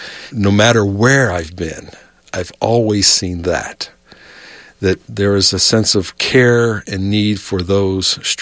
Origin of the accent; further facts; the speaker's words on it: Ohio, United States; moved away as an adult; now in Salt Lake City, United States; Where I grew up in Ohio